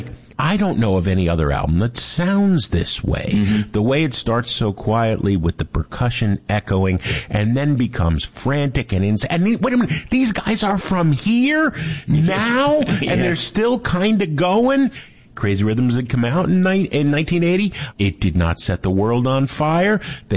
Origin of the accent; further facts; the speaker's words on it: Jersey City, New Jersey, United States; And so I grew up in Jersey City in Hoboken.